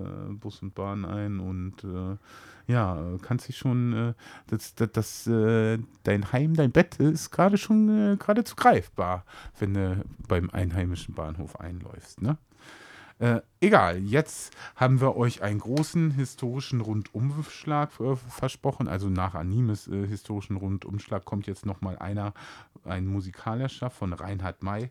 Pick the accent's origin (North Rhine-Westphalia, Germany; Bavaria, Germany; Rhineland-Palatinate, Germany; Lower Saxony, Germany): Lower Saxony, Germany; ich komme ja aus der Nähe von Hannover.